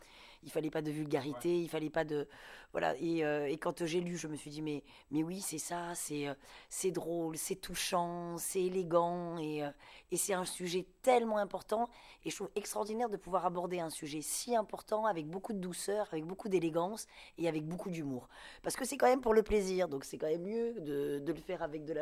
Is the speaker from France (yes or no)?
yes; Southern France, France; je prends l'accent, parce que moi aussi, je viens du Sud